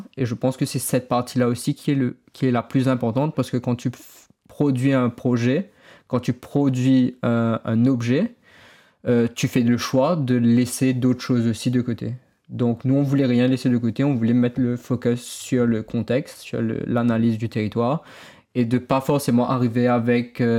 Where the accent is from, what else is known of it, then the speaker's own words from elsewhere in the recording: Mauritius; C'est quand on est hors de Maurice qu'on est le plus Mauricien. Et du coup, là, après 1 an, 2 ans, 3 ans, je me dis, ah, j'ai quand même envie de travailler un peu à Maurice